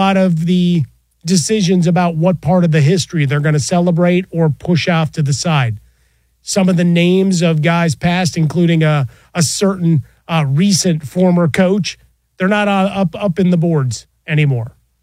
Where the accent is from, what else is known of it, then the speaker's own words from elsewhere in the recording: Chicago, Illinois, United States; I'm a Southside Chicago guy